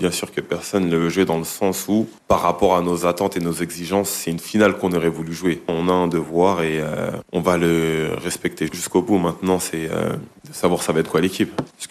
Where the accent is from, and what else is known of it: France